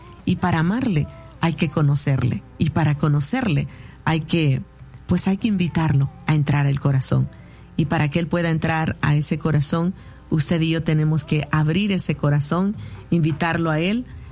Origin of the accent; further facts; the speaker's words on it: El Salvador; Yo no soy de México, para los que no me conocen. Yo soy originaria de la República de El Salvador, pero el Señor me permite ahora viajar con frecuencia a México